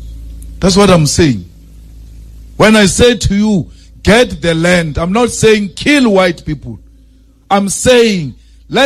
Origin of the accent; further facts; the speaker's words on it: Limpopo, South Africa; Some of us from Limpopo are going to be the biggest victims because we are dark.